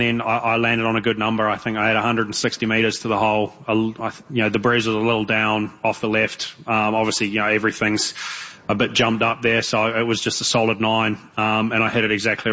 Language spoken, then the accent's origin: English; New Zealand; born or raised there